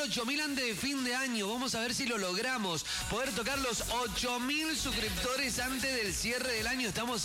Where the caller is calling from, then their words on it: Buenos Aires, Argentina; Hola, chicos. … los veo desde Buenos Aires.